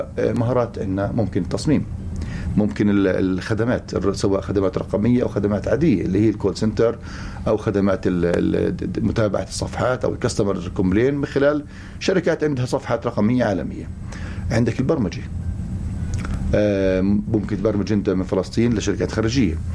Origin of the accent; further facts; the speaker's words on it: Palestine; احنا هذا نفكر فيه كفلسطينيين